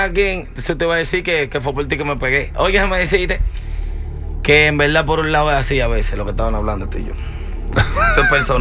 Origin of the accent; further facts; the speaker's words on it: Dominican Republic; somos dominicanos